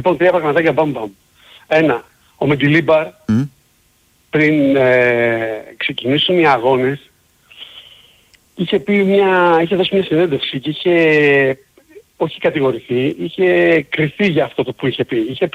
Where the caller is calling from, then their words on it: Bristol, South West England, United Kingdom; Έλα, Μανώλη … από τον Μπρίστο.